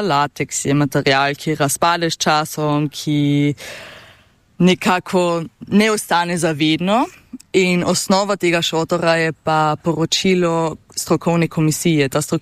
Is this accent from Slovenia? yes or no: no; Carinthia, Austria; mi kot koroški Slovenci in koroške Slovenke